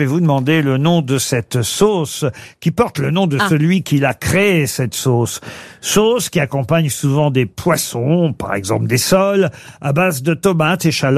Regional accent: France; Cette eau est connue chez nous en France aussi, bien sûr.

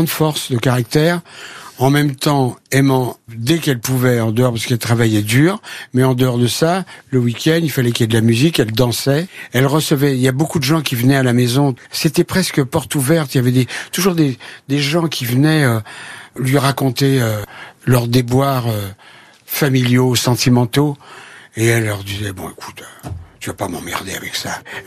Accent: Paris, Île-de-France, France; born there; first language French; je suis né à Paris, j'entendais parler créole peut-être quand j'étais tout petit par ma mère et par des amis qui venaient, mais autrement, j'ai appris directement la langue française.

